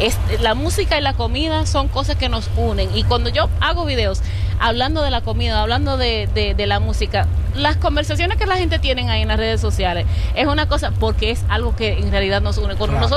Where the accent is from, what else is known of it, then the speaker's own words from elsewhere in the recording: Dominican Republic; now in United States; soy fanática del béisbol como buena dominicana